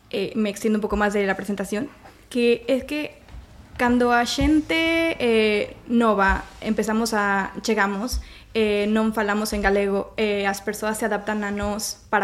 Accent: Mexico; Galician is a second language; Eu son mexicana.

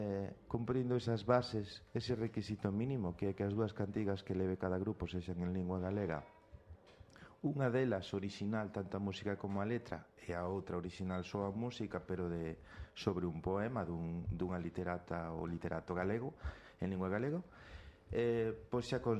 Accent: Galicia, Spain; Eu veño incorporado, que son da Mariña.

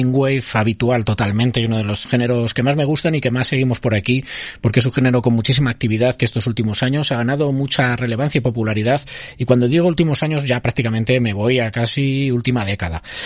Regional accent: Guadalajara, Castilla-La Mancha, Spain; en Onda Cabanillas en Cabanillas del Campo, cerquita de Guadalajara, que es de donde soy yo.

